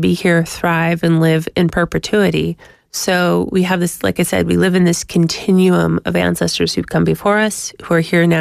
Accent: Alaska, United States; because for myself, I'm Tlingit from Southeast. My family's been here a long time.

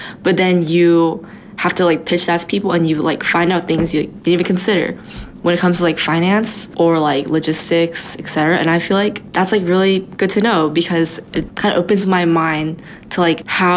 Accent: Houston, Texas, United States; born there; also born or lived in Austin, United States / Seoul, South Korea; now in Fairbanks, United States; I was born in Houston, and I went to Austin. And before I was like in Fairbanks, I came from Seoul.

